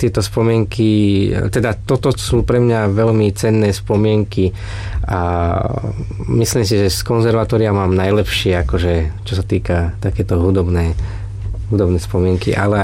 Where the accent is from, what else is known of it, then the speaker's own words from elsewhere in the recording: Trnava, Trnava Region, Slovakia; Ja som sa narodil v Trnave, odtiaľ aj pochádzam z Trnavy a vlastne pochádzam z hudobnických rodín